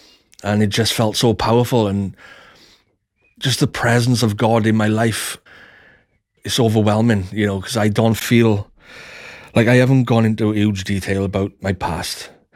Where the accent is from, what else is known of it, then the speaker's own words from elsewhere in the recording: Ebbw Vale, Wales, United Kingdom; I'm from Ebervale, South Wales.